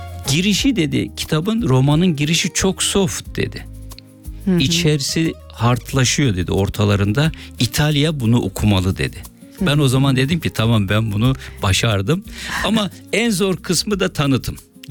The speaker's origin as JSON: {"language": "Turkish", "region": "Aegean Region", "country": "Turkey", "said": "İşte Ege'ye götürdüm çünkü ben de Ege'liyim."}